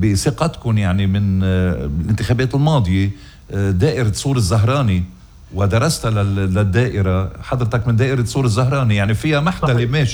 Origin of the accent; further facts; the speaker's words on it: Ghazir, Keserwan-Jbeil, Lebanon; born there; أنا جهرت بكسروان بمسقط رأسي غزير وبكسروان